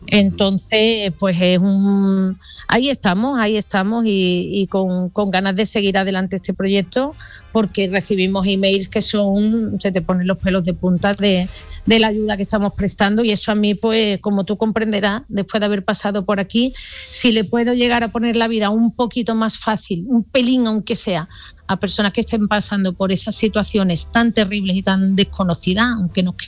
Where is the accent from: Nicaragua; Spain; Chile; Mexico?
Spain; Andalusia; moved away; Voy a mi tierra un poquito.